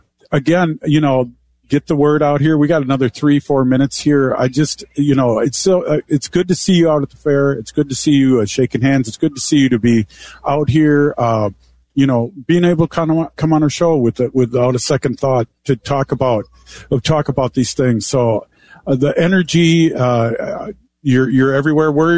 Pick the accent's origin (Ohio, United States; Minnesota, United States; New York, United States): Minnesota, United States; I'm from Minnesota, too, so I'm not. But I caught that.